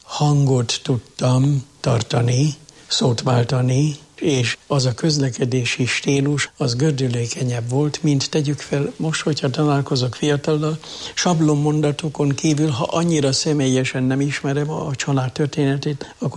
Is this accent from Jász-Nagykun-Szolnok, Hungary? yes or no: yes; Jászárokszállás, Jász-Nagykun-Szolnok, Hungary; born or raised there